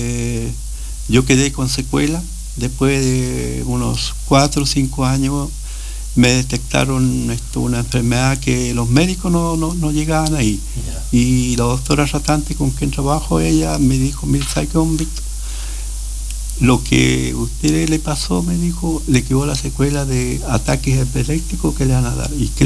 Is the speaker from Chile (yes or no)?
yes; Osorno, Los Lagos, Chile; moved away as an adult; now in Coyhaique, Chile; Sí, de Osorno. Yo soy de Osorno.